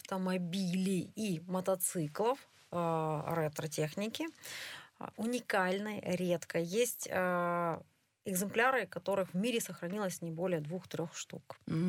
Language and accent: Russian; Urals, Russia; у нас в Пышме, и мы можем все уральцы гордиться этим